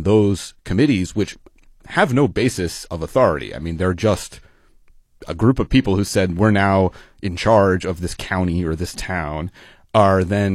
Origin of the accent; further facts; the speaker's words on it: New York, United States; I'm from New York, and so I can go do research and stay with my mom.